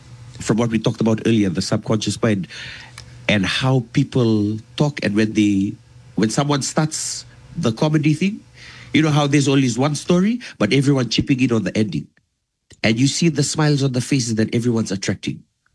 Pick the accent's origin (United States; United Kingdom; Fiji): Fiji; born there; moved away; I was back in Fiji. You know, I was born in Fiji. I wasn't born in Rutuma.